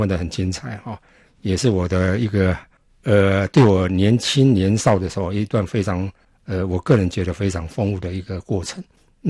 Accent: Keelung, Taiwan; born there; moved away as an adult; also born or lived in Yonghe / Japan

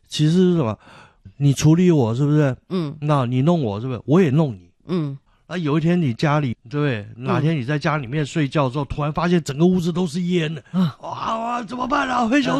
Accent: Taiwan

